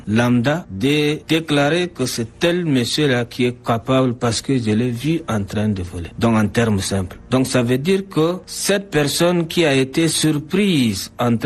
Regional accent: Chad; Par exemple, chez nous au Tchad, dans la plupart des cas, on a ce qu'on appelle nos chefs de race

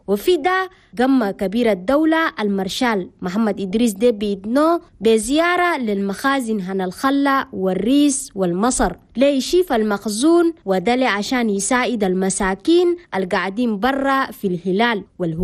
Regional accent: Chad; ويجب مننا كلنا كتشاديين لازم نبقى عندنا قدرة لنأكل نفسنا بإيدنا

